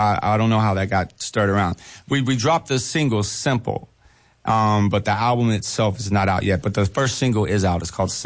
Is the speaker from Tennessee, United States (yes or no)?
yes; Antioch, Tennessee, United States; And so I grew up in Antioch in the same neighborhood as